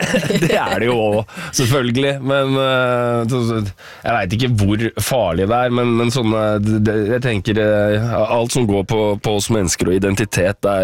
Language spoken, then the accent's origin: Norwegian; Lillehammer, Innlandet, Norway; jeg født og oppvokst på Lillehammer, men slekta mi, all slekt kommer fra litt av bygd på Nordmøre, helt nord på Nordmøre.